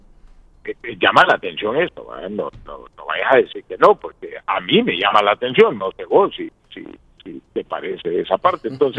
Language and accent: Spanish; Honduras